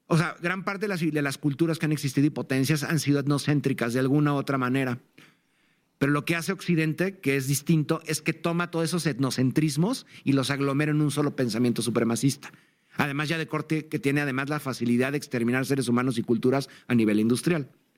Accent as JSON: {"language": "Spanish", "country": "Mexico", "said": "Yo como mexicano"}